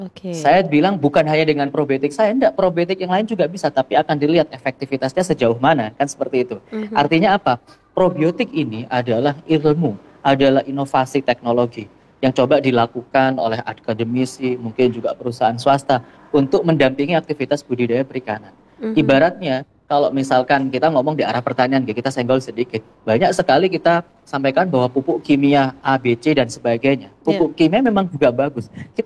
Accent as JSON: {"language": "Indonesian", "town": "Sampang", "region": "East Java", "country": "Indonesia", "tie": "born or raised there", "said": "saya orang asli Sampang Bu ya, dari Sreseh"}